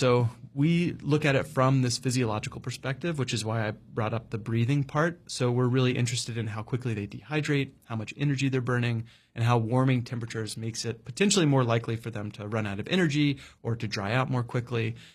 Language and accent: English; North Carolina, United States; I'd spent my life growing up in the North Carolina mountains